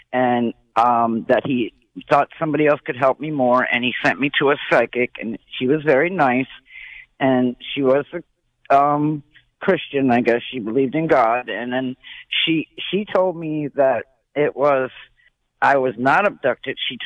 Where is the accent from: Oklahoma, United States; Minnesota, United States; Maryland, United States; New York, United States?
Maryland, United States; Essex; I grew up in Essex.